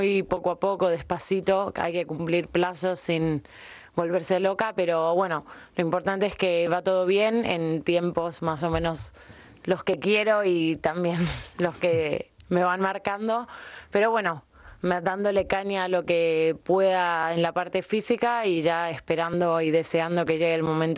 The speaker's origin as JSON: {"language": "Spanish", "country": "Argentina", "moved": "yes", "said": "Y sí, soy argentina, pero bueno, de familia alemana."}